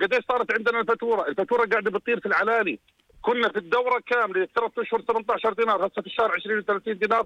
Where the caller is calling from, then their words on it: Irbid, Irbid Governorate, Jordan; عندنا في اربد